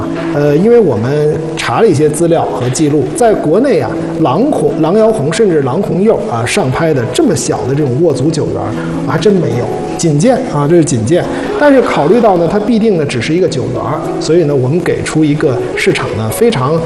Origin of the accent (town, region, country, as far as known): China